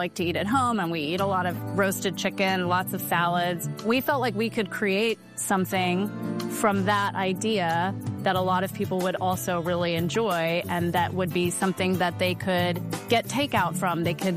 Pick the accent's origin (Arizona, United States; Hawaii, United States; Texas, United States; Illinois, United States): Texas, United States; also born or lived in Louisiana; And I came from Texas and Louisiana.